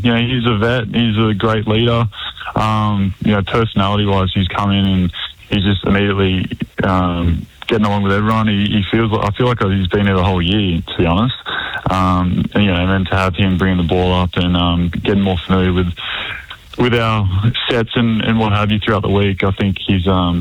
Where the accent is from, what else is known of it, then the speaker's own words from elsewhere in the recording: Sydney, New South Wales, Australia; I'm from Sydney, so the chance to go back and play for Sydney, the team I grew up going to watch when I was a kid, it meant that I was back around family, back around friends.